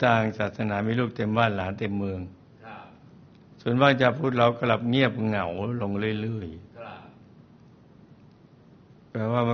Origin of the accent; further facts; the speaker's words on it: Panare, Pattani, Thailand; ผมโตมาในชุมชนตำบลดอนอายแหล่งท้าย